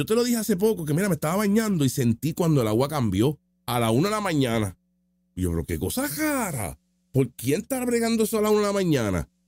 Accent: San Juan, Puerto Rico; Y eso que yo soy de San Juan

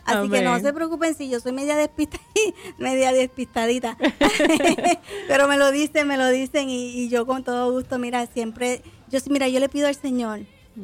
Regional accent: Fajardo, Puerto Rico; born there; Nací en Fajardo, Puerto Rico. Nací en un carro.

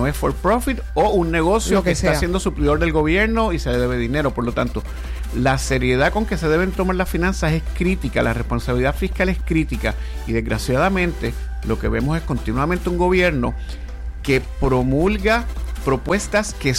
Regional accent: Puerto Rico; Como puertorriqueño, yo digo, no me gusta que me impongan las cosas.

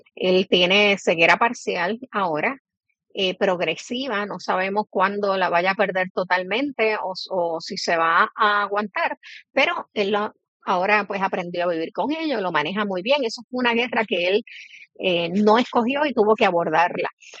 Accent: Mayagüez, Puerto Rico; Y una, por supuesto, en Mayagüez, que es mi pueblo natal.

